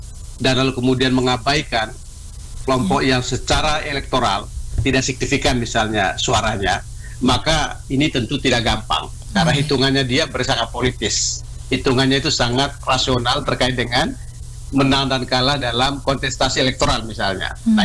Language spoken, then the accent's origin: Indonesian; East Nusa Tenggara, Indonesia; Bu Christine, saya dari Pantai Utara Flores, saya tahu betul cukup banyak keluarga dari satu atau satu klan misalnya